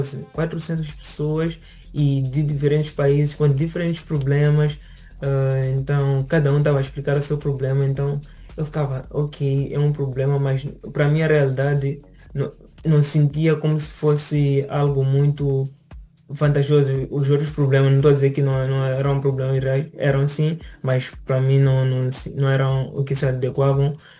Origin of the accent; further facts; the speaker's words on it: Inhambane, Mozambique; also born or lived in Maputo; now in Porto, Portugal; Sou de Inhambane, mas agora resido em Maputo.